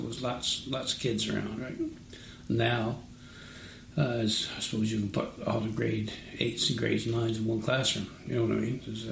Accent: Rocky Harbour, Newfoundland and Labrador, Canada; also born or lived in Lomond, Newfoundland and Labrador; now in Cow Head, Canada; I was born in Loman, actually, till I was five, and then we moved to Rocky Harbour. And I've been in Cowhead now, I guess, since 1977

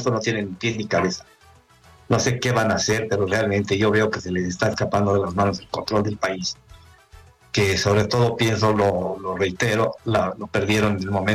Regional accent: Bolivia

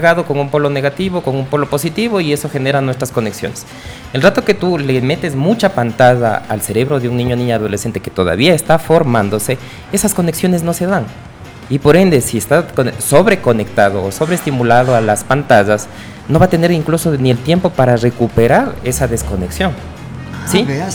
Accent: Quito, Pichincha, Ecuador; soy de ese escaso y reducido número de quiteños 100%, porque yo soy quiteño.

